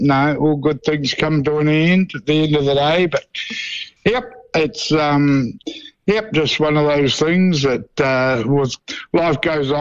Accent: Dunedin, Otago, New Zealand; We're from Dunedin. We're all brought up, lived here. Got five kids with mum and dad and whatever. And we're all still in Dunedin

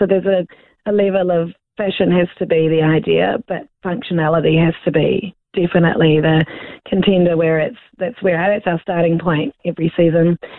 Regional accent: New Zealand; love of being a New Zealander

